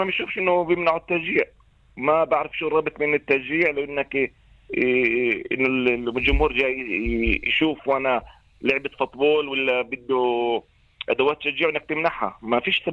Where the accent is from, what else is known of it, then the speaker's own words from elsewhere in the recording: Musmus, Haifa District, Israel; انا من قريه مصنف.